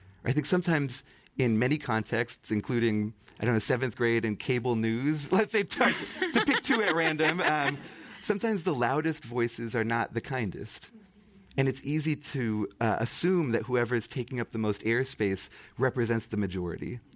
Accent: Massachusetts, United States; So Changing Lives Through Literature was a program started in my home state of Massachusetts.

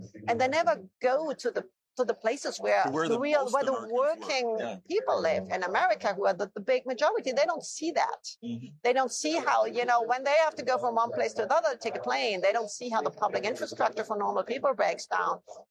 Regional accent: Germany; I'm from Germany, so mm-hmm. we are a heavily industrialized right. country.

